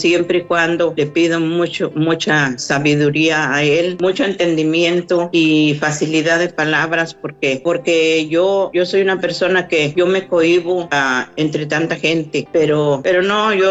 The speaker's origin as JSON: {"language": "Spanish", "town": "San Ciro de Acosta", "region": "San Luis Potosí", "country": "Mexico", "moved": "yes", "lives_now": "Schulenburg, United States", "said": "Soy de un pueblito que se llama San Ciro de Acosta, San Luis Potosí, pero vivo en un ranchito lagartijero."}